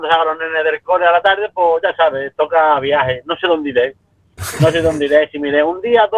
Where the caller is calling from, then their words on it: England, United Kingdom